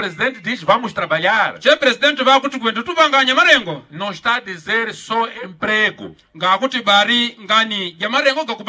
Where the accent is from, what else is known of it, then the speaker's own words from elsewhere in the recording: Mozambique; O que nós temos que fazer como moçambicanos